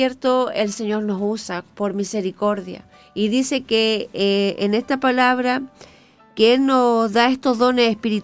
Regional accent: Coronel, Biobío, Chile; moved away; vivía en Coronel, mi hermano, porque yo soy de Coronel.

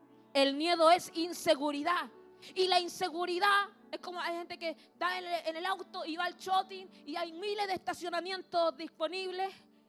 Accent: Arica, Arica y Parinacota, Chile; En mi infancia viví muchos años en Arica

